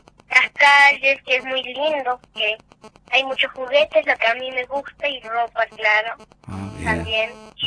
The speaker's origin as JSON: {"language": "Spanish", "town": "Abrapampa", "region": "Jujuy", "country": "Argentina", "tie": "born there", "also_born_or_lived": "La Quiaca, Argentina", "said": "nací en La Quiaca, pero yo vivo acá en Abrapampa, en Argentina, que me gusta más y me representa como abrapampeña."}